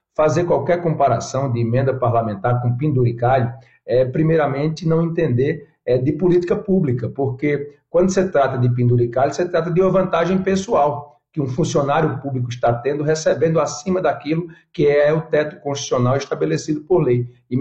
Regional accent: Paraíba, Brazil; eu sou do sertão da Paraíba

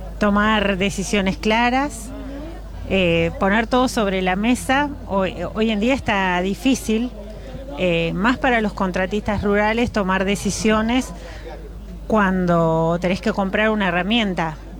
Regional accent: San Antonio Areco, Buenos Aires Province, Argentina; San Antonio Areco.

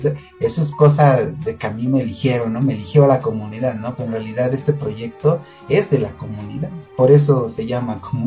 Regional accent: Mexico City, Mexico; born there; yo nací aquí en la Ciudad de México, por allá a los rumbos de la Ciudad Deportiva, no sé si conozcan ahí el Palacio de los Deportes, por ahí yo nací

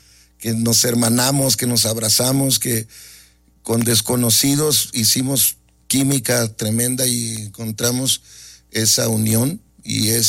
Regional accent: Zacatecas, Mexico; also born or lived in San Antonio, Texas, United States; Pero me crié en Zacatecas, desde que tengo uso de razón, mi cultura pues es mexicana 100%, traigo el mendigo nopal aquí puesto en la cara.

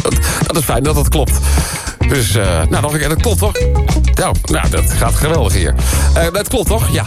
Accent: North Brabant, Netherlands; ja, dus ik ben een Brabander

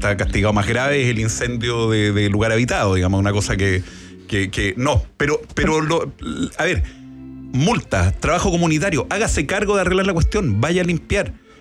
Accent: Chile

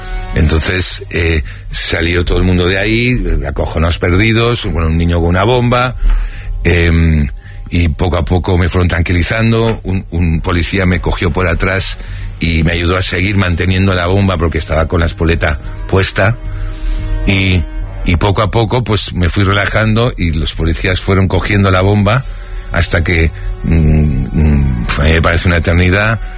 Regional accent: Barcelona, Catalonia, Spain; alguna vez me llamaban murciano y yo no entendía nada. Pero si yo he nacido en Barcelona, porque soy murciano.

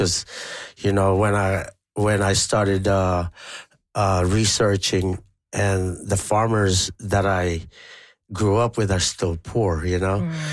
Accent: Philippines; Growing up in the Philippines, it's already so hard.

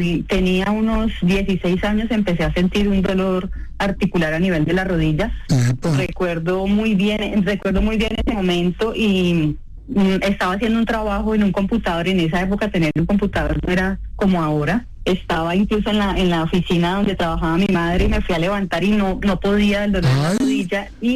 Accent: Cali, Valle del Cauca, Colombia; soy de Cali.

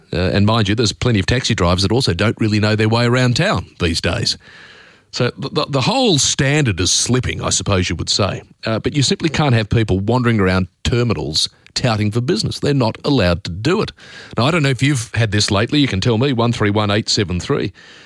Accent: Australia

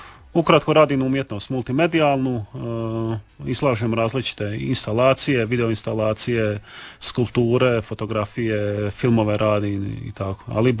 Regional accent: Knin, Šibenik-Knin County, Croatia; also born or lived in Sinj / Split; Ja sam inače se smatram nekakvim kninskim ambasadorom, obzirom da sam odrastao u Kninu, pa se može reći da sam i kninski žitelj, ali čak mi i osobno još prijavljena tu. Tako da sam ja jedan umjetnik, kninjanin, ali i spličanin

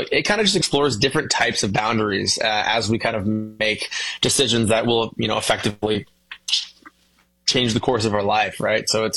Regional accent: London, Ontario, Canada; I got asked to again be a guitar player for this artist who was an R&B singer from my hometown, which is London, Ontario.

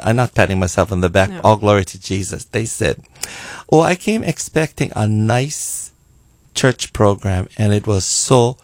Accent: Hilo, Hawaii, United States; I'm from the Big Island, from Hilo side.

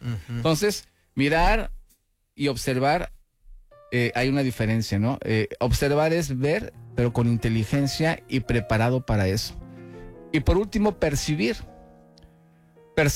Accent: Mexico

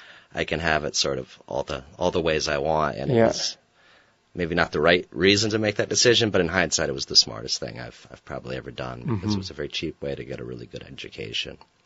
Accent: Thetford, Vermont, United States; Well, I grew up in Thetford, Vermont, and graduated from Thetford Academy in 2004. And ended up sticking around Vermont for a year.

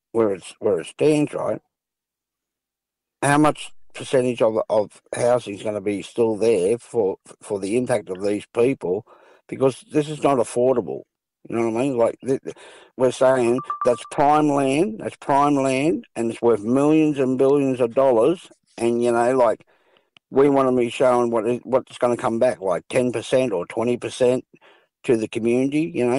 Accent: New South Wales, Australia; born there; And I was born in Wiradjuri country. So I've done the whole shipshift to come back to this, to the Darwal, Gunungara, Darug lands.

